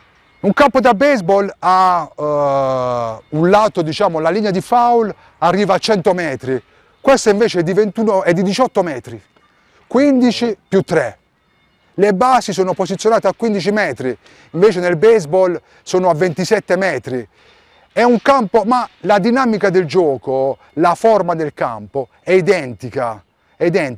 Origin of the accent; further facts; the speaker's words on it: Taranto, Apulia, Italy; da tarantino penso di aver reso un servizio alla mia città.